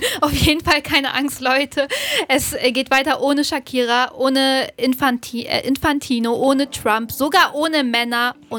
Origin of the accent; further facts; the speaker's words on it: Germany; als Deutsche mit türkischem Migrationshintergrund